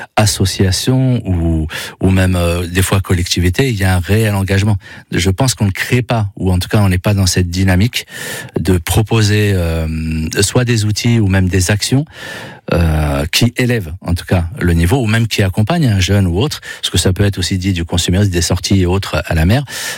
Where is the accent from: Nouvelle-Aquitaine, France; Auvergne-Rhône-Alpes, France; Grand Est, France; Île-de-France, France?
Île-de-France, France; now in Alès, France; dans le 93, là où j'ai grandi.